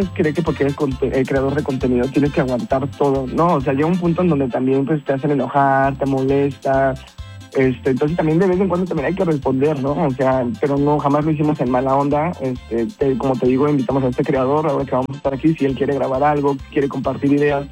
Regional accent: Mexico City, Mexico; Nosotros venimos de la Ciudad de México, él es de aquí.

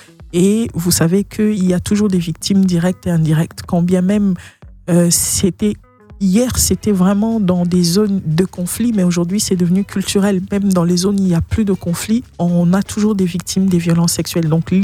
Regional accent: Kinshasa, DR Congo; born there; Et mon fief, c'est Bandal. Tout à l'heure, vous avez mis, j'ai entendu la chanson de … donc c'est un grand frère qui m'a vu naître dans le même quartier.

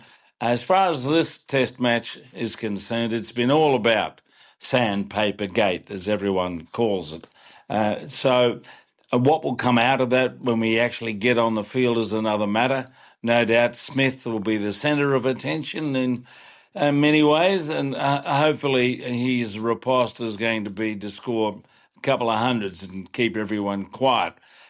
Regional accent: Australia; Because I'm an Australian and you know what I'm like, I've already said Australia's going to win the series 2-0.

